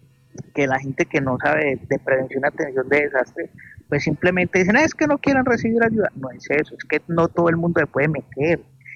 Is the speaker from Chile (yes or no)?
no; Medellín, Antioquia, Colombia; yo que nací en Medellín, yo tengo 48 años